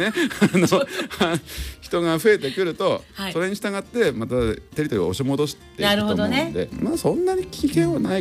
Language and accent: Japanese; Kanazawa, Ishikawa, Japan; 夏の思い出って、そう、あの、うち犀川が近かったんで、